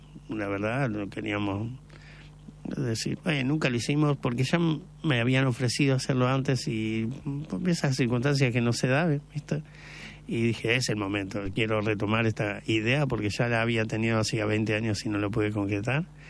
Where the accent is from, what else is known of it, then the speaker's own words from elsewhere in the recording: La Plata, Buenos Aires Province, Argentina; Yo soy platense.